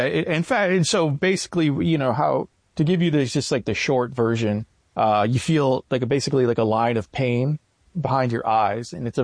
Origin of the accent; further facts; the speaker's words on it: United States; especially being American